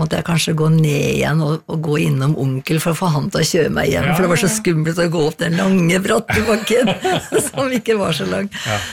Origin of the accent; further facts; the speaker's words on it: Skreia, Innlandet, Norway; now in Asker, Norway; Det er liksom Toten, altså Skreia, er liksom det er der jeg vokste opp, ikke sant? Så det er liksom røttene mine. Og så har jeg bodd nå i Asker, mye lenger da.